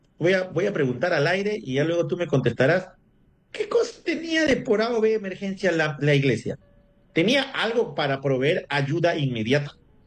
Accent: Lima, Peru

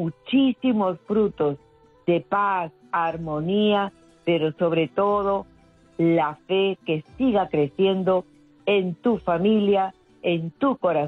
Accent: Peru

